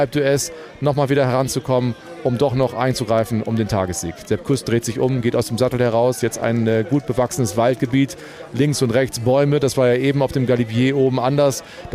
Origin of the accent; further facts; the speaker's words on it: Northern Germany, Germany; Ich komme aus dem Norden und ich kenne sowas eigentlich nur aus dem Watt